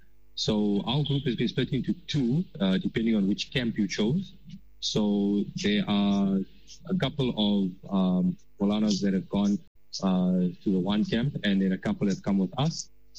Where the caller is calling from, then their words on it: Johannesburg, Gauteng, South Africa; So I'm from Johannesburg, and alhamdulillah